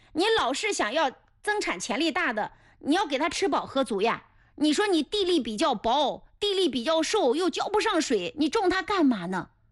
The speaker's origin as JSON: {"language": "Chinese", "town": "Mengcheng", "region": "Anhui", "country": "China", "tie": "born or raised there", "said": "我的老家是，亳州蒙城的，我爱人的老家就是定远的。其实蒙城到定远相差只是距离只是160公里"}